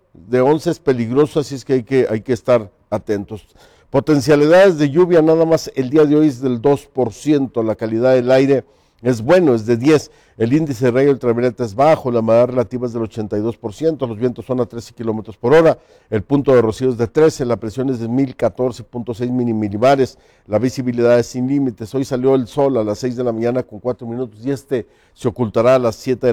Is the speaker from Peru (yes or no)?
no; Mexico; somos mexicanos